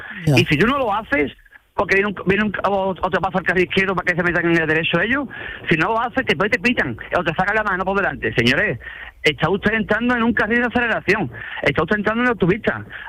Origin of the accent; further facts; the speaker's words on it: Jerez de la Frontera, Andalusia, Spain; Yo soy de Jerez, claro. Yo trabajo en Jerez.